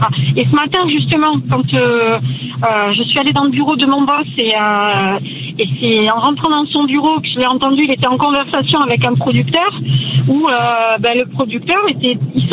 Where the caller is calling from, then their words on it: Anglet, Nouvelle-Aquitaine, France; Alors moi, je vous appelle d'Anglette. Anglette, c'est au Pays Basque, c'est-à-dire que Anglette se trouve entre Biarritz et Bayonne, tout simplement.